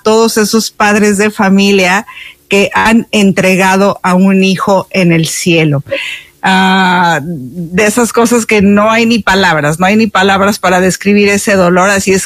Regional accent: Mexico; Todo, incluso yo que soy mexicana, me simbra el corazón

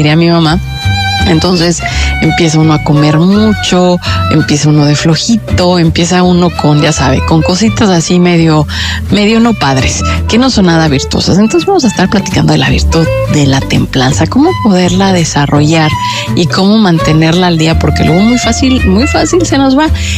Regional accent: Mexico; Pero obviamente, pues, yo que le digo, yo soy mexicana, entonces le voy a platicar

